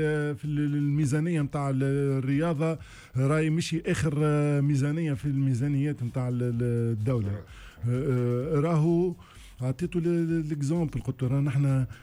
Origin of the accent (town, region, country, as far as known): Tunisia